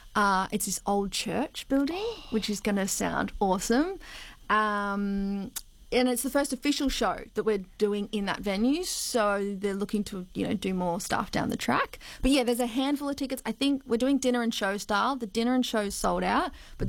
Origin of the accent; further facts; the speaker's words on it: Gympie, Queensland, Australia; accent: regional; where are you from? And I'm like, Gympie, mate. It's a regional accent. So, yeah, I really enjoy the small town living.